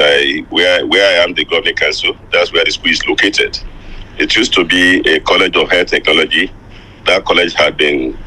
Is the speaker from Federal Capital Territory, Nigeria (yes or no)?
no; Ikoro Ekiti, Ekiti, Nigeria; starting from my own place, which is Ekiti Central, I'm from Ikoro Ekiti in the Ejiro local government.